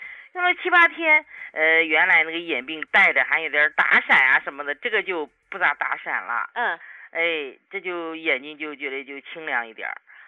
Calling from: Shijiazhuang, Hebei, China; 我今年56岁。我是石家庄的朋友。

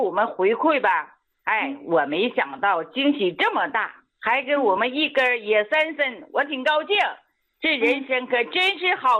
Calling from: Harbin, Heilongjiang, China; 我是黑龙江哈尔滨的，

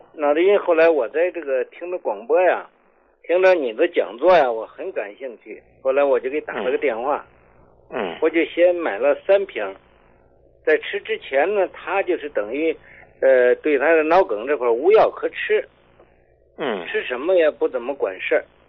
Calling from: Beijing, China; 我是北京的。

